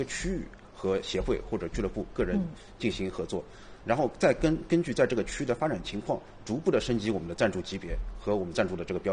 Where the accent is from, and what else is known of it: China